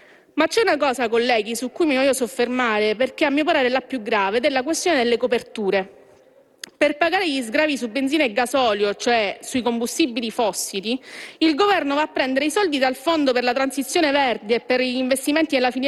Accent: Messina, Sicily, Italy; Perché io vengo dalla Sicilia, vengo da Messina.

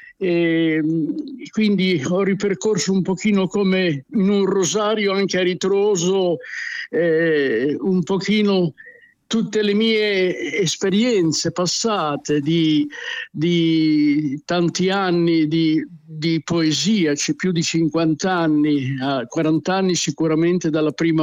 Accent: Emilia-Romagna, Italy; Noi siamo stati sempre dei ribelli, fondamentalmente noi romagnoli

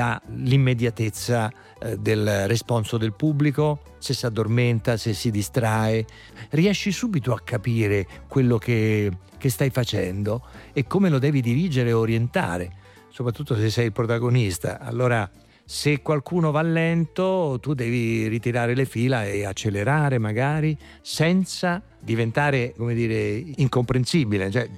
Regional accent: Rome, Lazio, Italy; perché io vengo da Roma e, diciamo, l'organizzazione

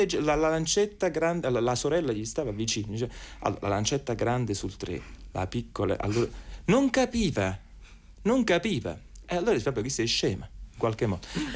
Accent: Naples, Campania, Italy; Noi siamo di Napoli

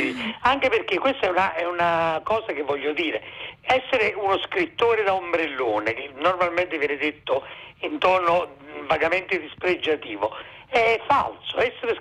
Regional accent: Naples, Campania, Italy; napoletano!

